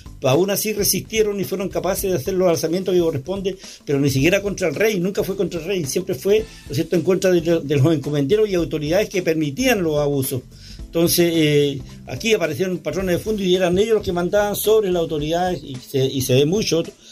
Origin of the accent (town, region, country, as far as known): Chiloé, Los Lagos, Chile